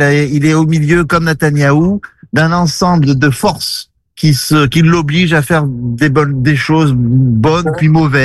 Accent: Montreuil, Gennevilliers, Île-de-France, France; moi je viens de Montreuil, je viens de Gennevilliers, je viens de zones comme ça, où il y a encore le bon vivre ensemble.

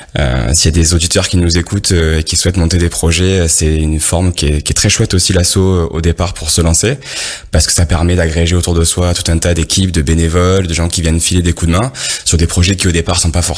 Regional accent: Marseille, Provence-Alpes-Côte d'Azur, France; Marseille, c'est ma ville natale, c'est ma ville de cœur.

